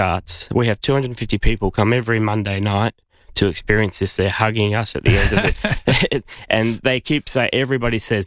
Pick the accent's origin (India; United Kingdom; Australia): Australia; South Australia; But I grew up in the Barossa, and I was always passionate about the Barossa.